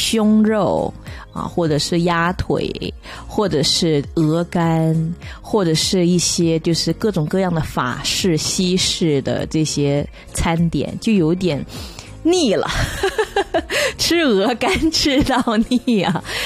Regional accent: Guangdong, China; 就是蚝仔烙，我们广东人说的。

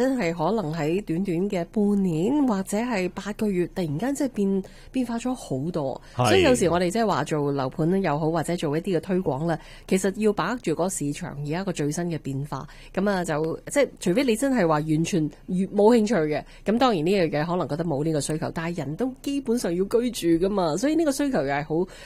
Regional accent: Canada; 我们加拿大人都是可以有创意的

